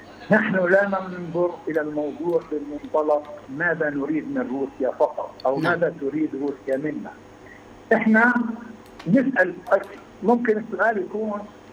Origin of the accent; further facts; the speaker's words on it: Palestine; بالنسبة لنا كفلسطينيين